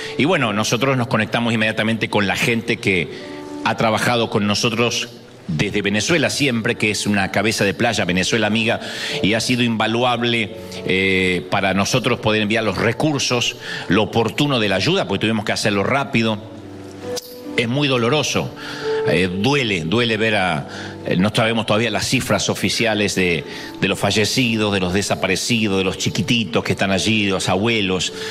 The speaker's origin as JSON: {"language": "Spanish", "country": "Argentina", "tie": "born or raised there", "moved": "yes", "said": "A veces yo publico algo obviamente por mi país natal y se enojan, dice, pero ustedes los argentinos agrandados"}